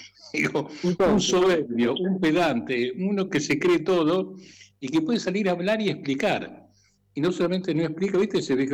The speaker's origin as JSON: {"language": "Spanish", "country": "Argentina"}